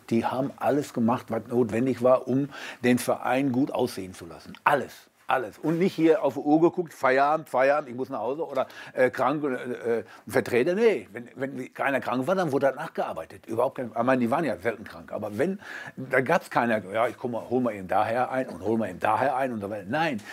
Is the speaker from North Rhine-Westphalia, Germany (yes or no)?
yes; Bochum, North Rhine-Westphalia, Germany; Aber ich weiß, ich komme aus Bochum und ich möchte, dass die Musik gespielt wird